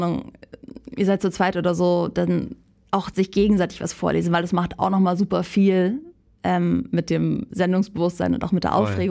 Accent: Northern Germany, Germany; Ich komme ja zum Beispiel aus dem Norden. Für mich hat ganz lange das PF nicht existiert.

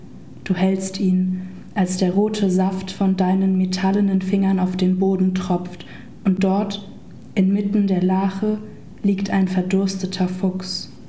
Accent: Berlin, Germany; ich komme auch aus Kreuzberg

